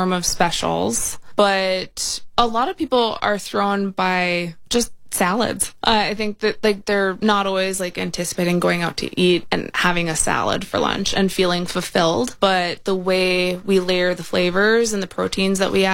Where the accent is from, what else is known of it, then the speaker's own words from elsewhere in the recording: Minnesota, United States; You know, I grew up on the White Earth Reservation, and so I have a preference.